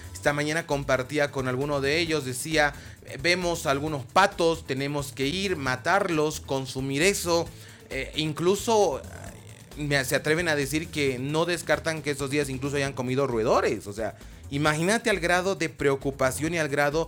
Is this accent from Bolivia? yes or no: yes; Bolivia; Todos somos bolivianos